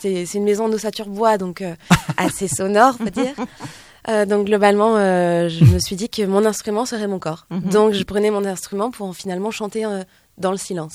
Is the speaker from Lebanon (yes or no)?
no; Réunion; now in Capbreton, France; Donc, je suis partie de La Réunion, j'ai encore bougé pas mal, j'ai voyagé pendant 2 ans.